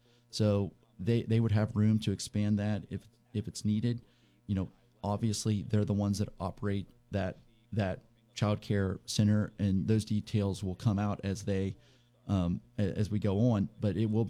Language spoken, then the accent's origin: English; Elkins, West Virginia, United States; I grew up, I'm originally from Elkins. I grew up as a YMCA gym rat in Elkins.